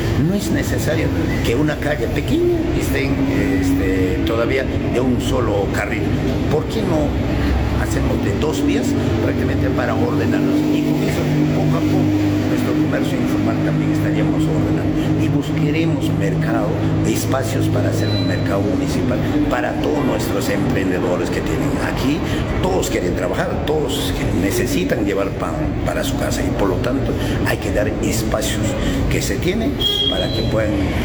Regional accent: Olleros, Ancash, Peru; mi pueblo

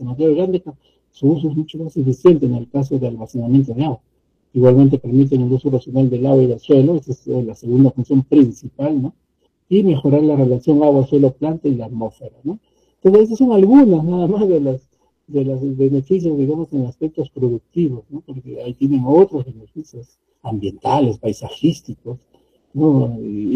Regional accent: Peru

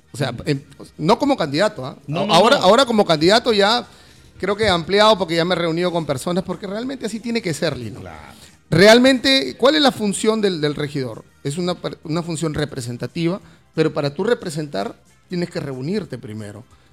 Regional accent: Olmos, Lambayeque, Peru; primera vez que participo en mi distrito, uh-huh, en mi terruño, en mi tierra

